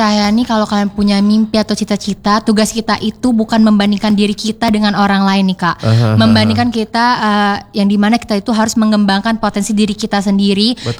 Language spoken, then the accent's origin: Indonesian; Palembang, South Sumatra, Indonesia; Karena kan saya ini dari Indonesia dan dari Palembang gitu.